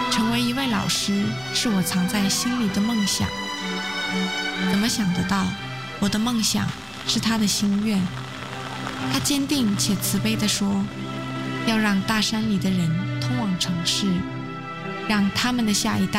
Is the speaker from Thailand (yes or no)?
yes; Northern Thailand, Thailand; moved away as an adult; also born or lived in Hualien, Taiwan; 我回到泰北，我的故乡，